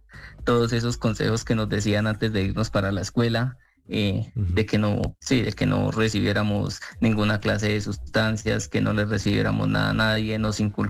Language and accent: Spanish; Choachí, Cundinamarca, Colombia; municipio de Chuachi, la verdad, es un municipio muy sano. Pues allí la verdad, pues no corría mayor riesgo, pero hubo un tiempo que sí me vine para la ciudad de Bogotá.